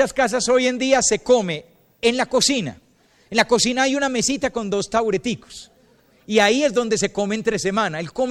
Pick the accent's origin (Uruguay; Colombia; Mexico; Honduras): Colombia; vos sos colombiano, yo también.